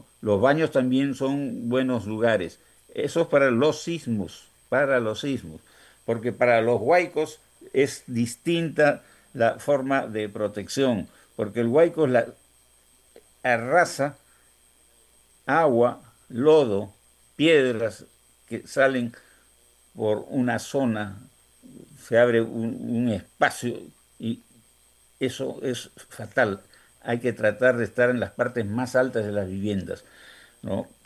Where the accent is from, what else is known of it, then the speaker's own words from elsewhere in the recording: Peru; que todos somos peruanos, que todos necesitamos desarrollar nuestro país